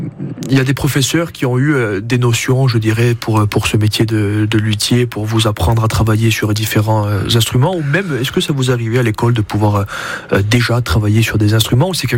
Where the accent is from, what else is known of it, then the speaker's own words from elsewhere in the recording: Corsica, France; chez nous en Corse